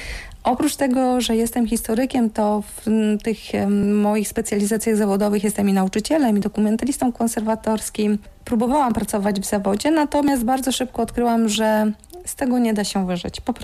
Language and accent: Polish; Lower Silesian Voivodeship, Poland; jestem Polką, dolnoślązaczką, urodziłam się w Górach Sowich, z którym jestem bardzo mocno związana, bardzo doceniam to, że urodziłam się w domu rolników, że od dziecka miałam bliski kontakt z naturą